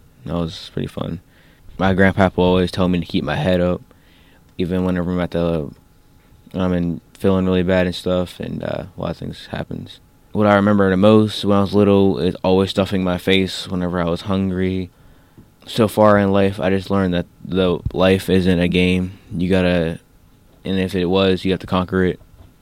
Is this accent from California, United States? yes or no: no; Pittsburgh, Pennsylvania, United States; born there; I'm 16 years old, and I attend Holy Family Academy. I was born in Pittsburgh